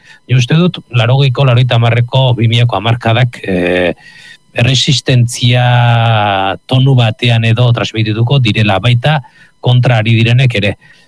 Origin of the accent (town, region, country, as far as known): Basque Country, Spain; born or raised there